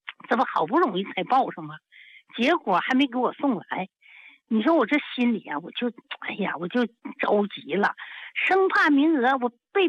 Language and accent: Chinese; Zhaoyuan, Heilongjiang, China; accent: Northeastern; moved away as an adult; now in Guangxi, China; 我老家我是东北，我是黑龙江皂源县的。